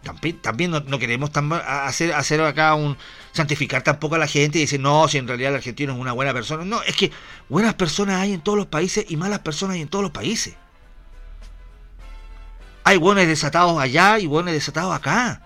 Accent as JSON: {"language": "Spanish", "country": "Chile", "said": "nos corresponde como chilenos"}